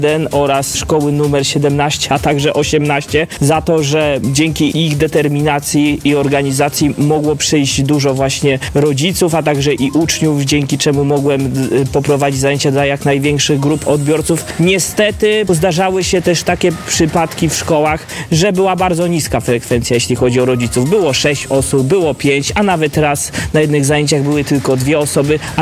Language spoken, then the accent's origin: Polish; Koszalin, West Pomeranian Voivodeship, Poland; w szkołach u nas w Koszalinie